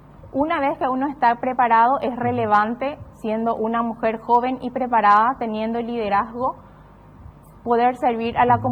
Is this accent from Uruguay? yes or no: no; Paraguay; now in Loma Plata, Paraguay; tengo 32 años, soy paraguaya, resido en la ciudad de Loma Plata